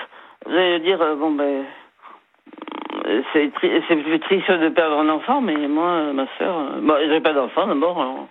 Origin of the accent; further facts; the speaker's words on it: Bordeaux, Nouvelle-Aquitaine, France; born there; accent: southwestern; moved away as an adult; also born or lived in Paris / Angoulême; je suis née à Bordeaux, oui.